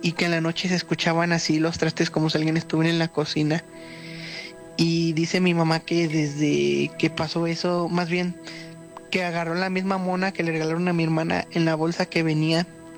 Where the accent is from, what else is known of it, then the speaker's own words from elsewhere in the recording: San Francisco del Rincón, Guanajuato, Mexico; de San Francisco del Rincón, Guanajuato.